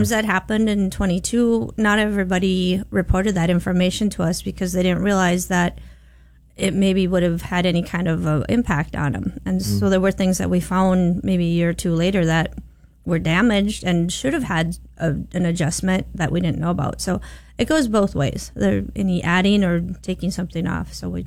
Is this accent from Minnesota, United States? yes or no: yes; Brandon, Minnesota, United States; I'm from Brandon.